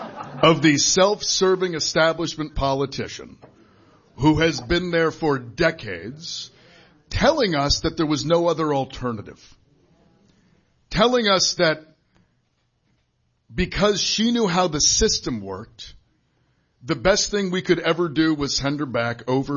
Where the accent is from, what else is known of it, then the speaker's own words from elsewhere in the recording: Maine, United States; When I was growing up in Eastern Maine, I knew folks where if you sterned in the summer, plowed driveways in the winter, did some carpentry, maybe did some wreaths, that was enough.